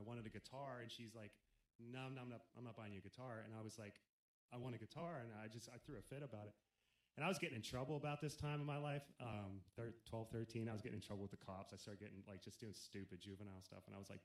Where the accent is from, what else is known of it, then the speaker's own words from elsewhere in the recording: Franklin, Pennsylvania, United States; I'm from Western Pennsylvania. There are no bass players in Franklin, Pennsylvania at that time at all.